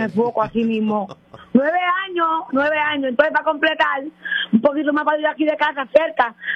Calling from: Puerto Rico; de Guilla de Pupu Jiménez.

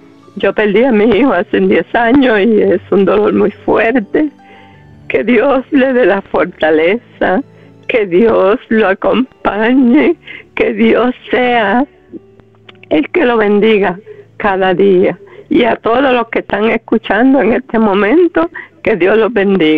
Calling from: Moca, Puerto Rico

